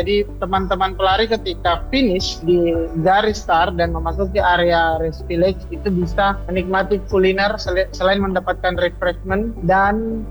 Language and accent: Indonesian; West Sulawesi, Indonesia; Kita selaku Mandar